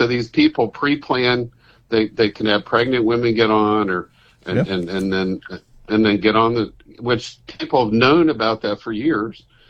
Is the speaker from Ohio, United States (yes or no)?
yes; Cincinnati, Ohio, United States; I grew up in Ohio, Joe, and Cincinnati, and most people don't know the Ohio River is owned by Kentucky.